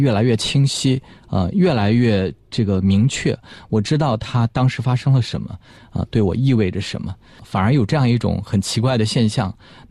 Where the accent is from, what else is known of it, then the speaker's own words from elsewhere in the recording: Yutian, Xinjiang, China; moved away; 因为我呢是在新疆的南部，在南疆出生的，出生的地方呢叫于田啊，在历史上呢它应该是一个古国，是在这样一个地方出生并且长大的。我们出生的地方呢真的是非常的美